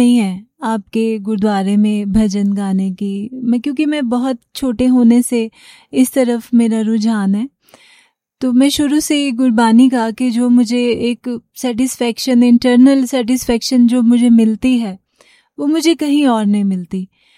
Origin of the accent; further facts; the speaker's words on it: Karnal, Haryana, India; also born or lived in Sonipat; now in Ambala, India; Basically मैं करनाल से हूँ, my birth place is Sonipat.